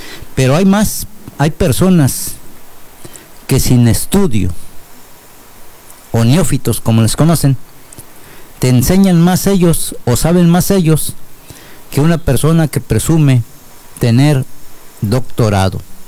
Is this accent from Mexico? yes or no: yes; Mexico